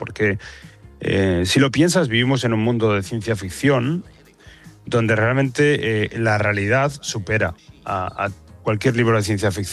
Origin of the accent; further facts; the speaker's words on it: Spain; yo creo que todos como españoles, yo creo que y como habitantes del mundo